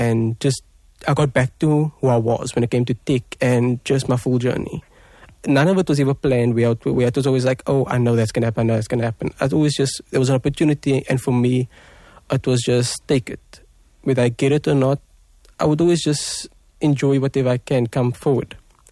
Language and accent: English; South Africa; As a South African